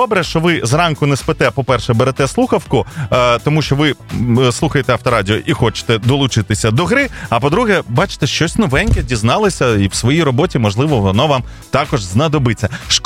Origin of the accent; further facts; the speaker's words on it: Zhytomyr, Zhytomyr Oblast, Ukraine; moved away; Коли телефонуєш в Житомир, якщо не потрапляєш на маму, то потрапляєш все одно на своїх людей.